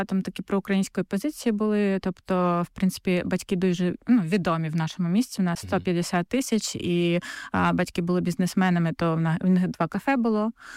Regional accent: Melitopol, Zaporizhzhia Oblast, Ukraine; Так, з 25 на 26 вересня 23-го року ми з Мелітополя, спочатку скажу

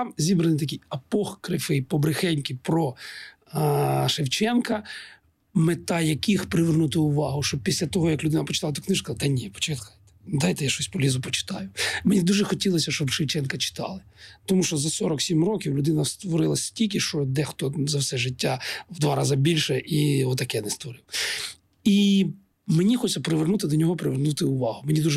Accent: Donbas, Ukraine; Я східняк. І хоча я народився на півночі Сходу, моя молодість прийшла на Донбасі. Я східняк по суті.

